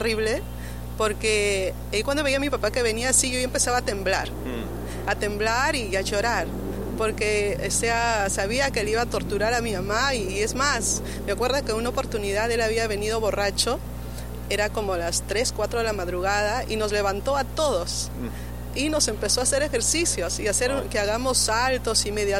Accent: Lima, Peru; born there; Y nací en La Libertad, en Lima, Perú.

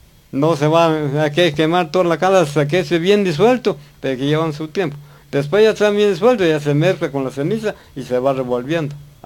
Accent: San Marcos, Guatemala; vengo de San Isidro Chamac, una aldea

